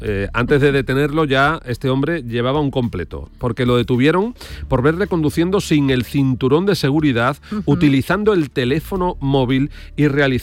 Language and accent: Spanish; Jerez de la Frontera, Andalusia, Spain; el vinagre de Jerez, que es un yo tengo que presumir del de mi tierra.